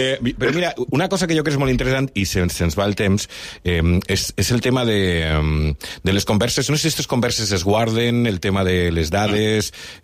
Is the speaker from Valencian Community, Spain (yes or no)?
yes; Manises, Valencian Community, Spain; Perquè jo sóc de Manises.